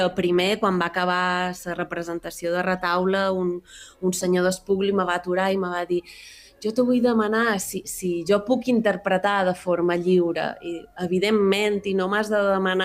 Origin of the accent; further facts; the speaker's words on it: Marratxí, Balearic Islands, Spain; Que és d'on som jo, uh-huh. Sí.